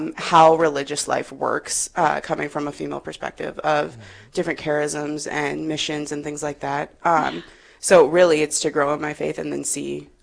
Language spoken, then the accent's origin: English; Rapid City, South Dakota, United States; moved away as an adult; I am originally from Rapid City, but I recently moved back.